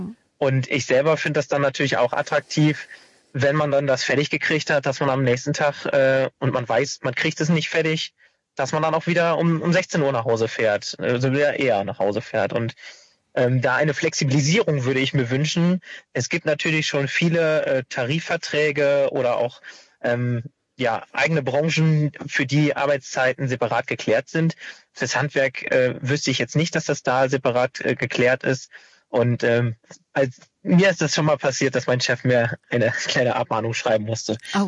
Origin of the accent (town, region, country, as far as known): Bad Laer, Lower Saxony, Germany